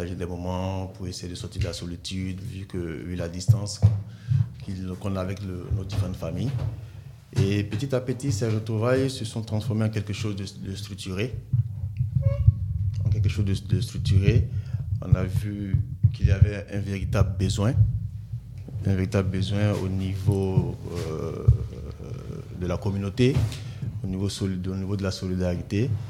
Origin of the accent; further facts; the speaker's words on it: Côte d’Ivoire; now in Saint-Étienne, France; chez nous en Côte d'Ivoire.